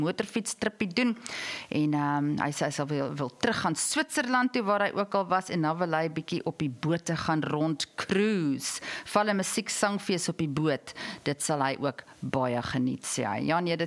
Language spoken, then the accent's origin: Afrikaans; George, Western Cape, South Africa; moved away; ek het daar in George, en ek het daar in George groot geword, is dit wat jy vir my sê. Ek is reeds daar weg in 1966